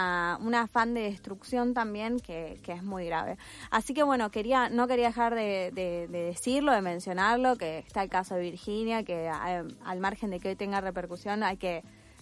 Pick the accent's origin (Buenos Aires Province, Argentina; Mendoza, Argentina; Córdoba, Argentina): Buenos Aires Province, Argentina; Luján; Yo soy de Luján, que también es pueblo fumigado